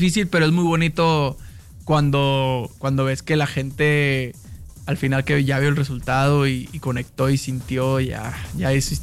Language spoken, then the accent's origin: Spanish; Monterrey, Nuevo León, Mexico; yo soy de Monterrey.